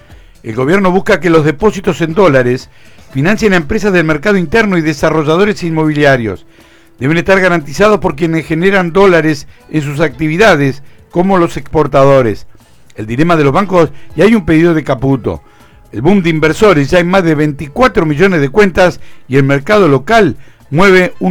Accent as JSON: {"language": "Spanish", "country": "Argentina", "said": "quería opinar como argentino, como aficionado al fútbol."}